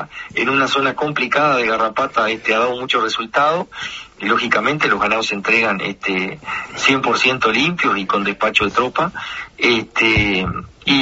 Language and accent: Spanish; Illescas, Florida, Uruguay; nosotros con nuestras raíces familiares, también en Illesca, por el lado materno, creo que somos nacidos y criados en Illesca